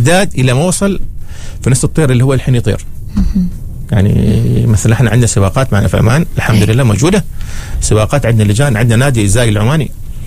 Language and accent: Arabic; Saudi Arabia; يعني مثل عندنا في المملكة العربية السعودية.